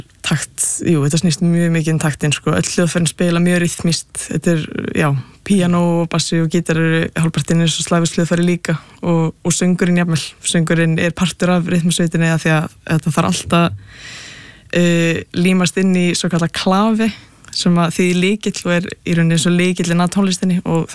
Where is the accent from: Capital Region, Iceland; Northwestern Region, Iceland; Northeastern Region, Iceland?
Capital Region, Iceland; Ég úlst upp bara, hérna, bara á höfburgarsveðinu, sko.